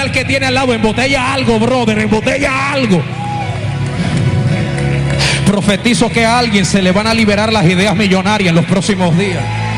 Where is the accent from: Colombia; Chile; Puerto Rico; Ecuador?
Colombia; Estoy en la sala VIP de la aerolínea con la que viajo en mi país. Estoy en Bogotá, Colombia